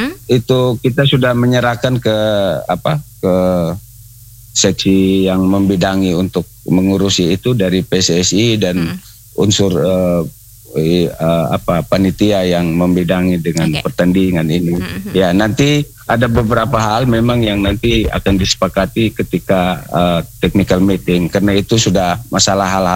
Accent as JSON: {"language": "Indonesian", "region": "East Nusa Tenggara", "country": "Indonesia", "said": "sebagai warga Kabupaten ND, Leo, Nage, Sarepawe gitu."}